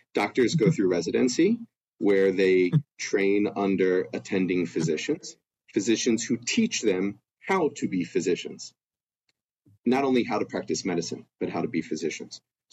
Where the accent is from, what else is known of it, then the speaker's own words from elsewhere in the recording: Jenkintown, Pennsylvania, United States; my hometown of Jenkintown, Pennsylvania